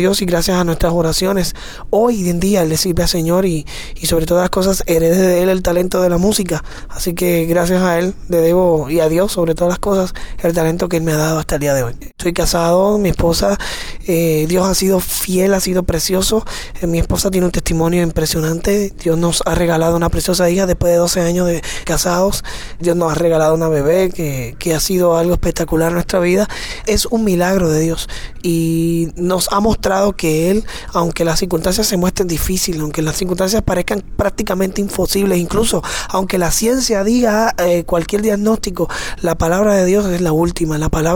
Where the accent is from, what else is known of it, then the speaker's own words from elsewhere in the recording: Puerto Rico; Yo soy de Puerto Rico.